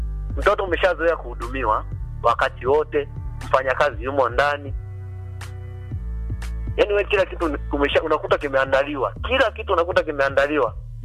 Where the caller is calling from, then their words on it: Tanzania; Natokea Nyamikoma.